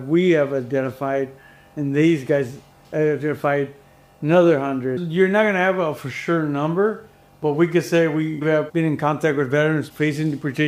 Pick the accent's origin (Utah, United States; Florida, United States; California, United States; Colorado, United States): California, United States; Compton; Or because I grew up in Compton. Yes, I grew up around gang members.